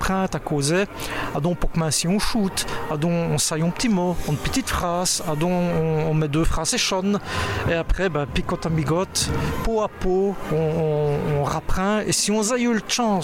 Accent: Namur, Wallonia, Belgium; born there; J'ai venu au monde à Namur.

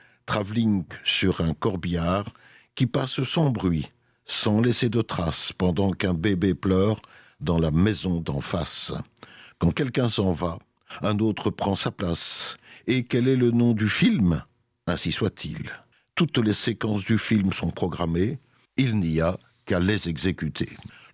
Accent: Brussels, Brussels-Capital Region, Belgium; chez nous, à Bruxelles

